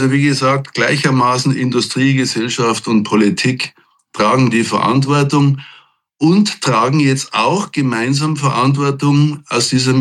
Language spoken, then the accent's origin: German; Chemnitz, Saxony, Germany; born there; ich bin in Chemnitz geboren